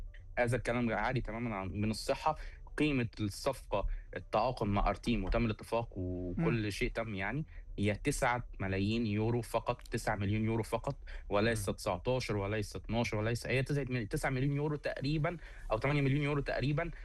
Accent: Egypt; أنا مصري وصحفي مصري،

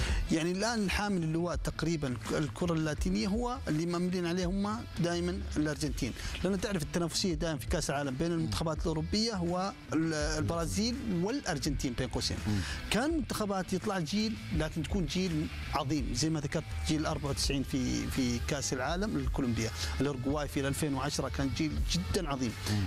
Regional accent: Saudi Arabia; وممكن احنا كسعوديين نستفيد من هذه التجارب.

